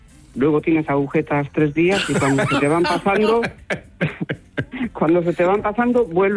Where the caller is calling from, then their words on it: Maliaño, Cantabria, Spain; De un pueblecito muy cerca de Santander, que se llama Maliaño.